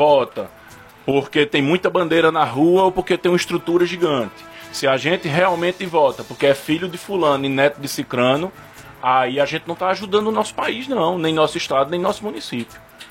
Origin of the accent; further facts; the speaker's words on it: Caruaru, Pernambuco, Brazil; Mas Caruaru é minha terra, eu cresci aqui